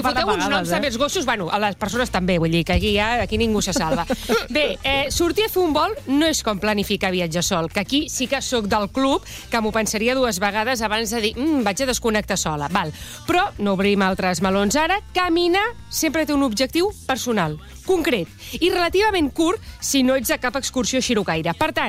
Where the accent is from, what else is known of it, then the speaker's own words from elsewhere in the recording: Badalona, Catalonia, Spain; No, a més, és que jo que sóc de Badalona